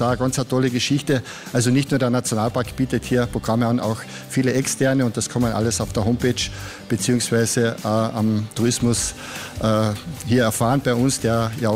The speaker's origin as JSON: {"language": "German", "town": "Mallnitz", "region": "Carinthia", "country": "Austria", "said": "Ja, es ist zum Verlieben da bei uns in Malnitz und auch in Malta."}